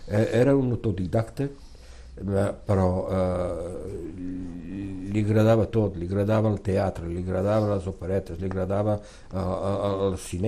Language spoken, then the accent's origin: Catalan; Perpignan, Occitania, France; born or raised there; also born or lived in Toulouse